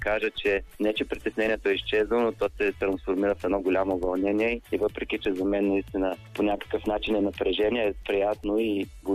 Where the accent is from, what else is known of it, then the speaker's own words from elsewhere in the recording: Chepelare, Smolyan Province, Bulgaria; съм от Чепеларе и работя в общината.